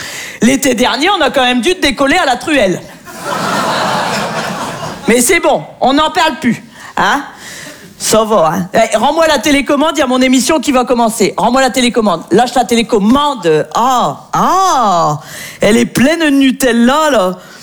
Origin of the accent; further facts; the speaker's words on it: the north of France, France; moi je viens du nord de la France.